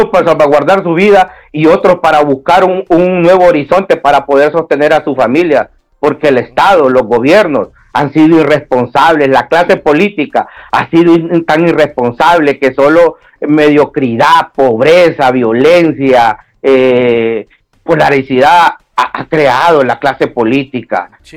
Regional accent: Honduras; Aunque estemos en el extranjero, seguimos siendo hondureños y tenemos derechos igual los que están en Honduras.

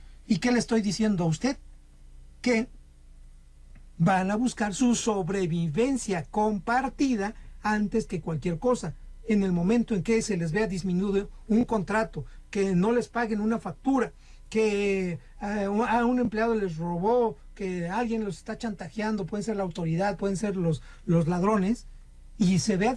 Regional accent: Mexico; esto somos nosotros como mexicanos, qué feo, ¿verdad?

